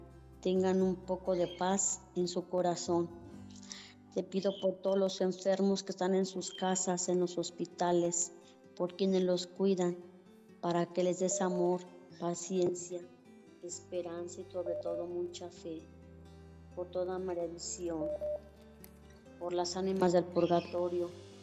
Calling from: Ocotlán, Jalisco, Mexico; De aquí de Ocotlán, Jalisco.

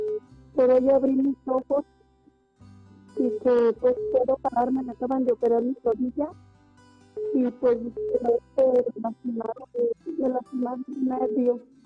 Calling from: Ocotlán, Jalisco, Mexico; Sí, soy de Ocotlán, nomás.

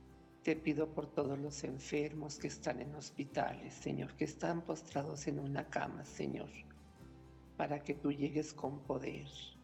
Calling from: Santa Bárbara, Chihuahua, Mexico; de Santa Bárbara.

